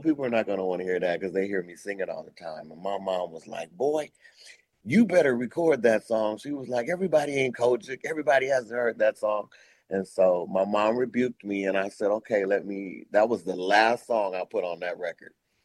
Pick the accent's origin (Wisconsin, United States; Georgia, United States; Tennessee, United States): Wisconsin, United States; Milwaukee; now in Los Angeles, United States; Well, okay, so I do live in Los Angeles, but I am from Milwaukee, Wisconsin.